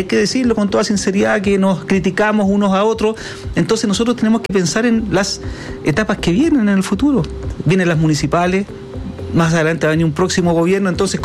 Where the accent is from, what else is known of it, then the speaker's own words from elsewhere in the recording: Santiago, Santiago Metropolitan Region, Chile; Nací en San Miguel. Sí, po. Ya. Cuando me casé, los primeros años viví en San Miguel, después salí, pero toda la vida en el distrito.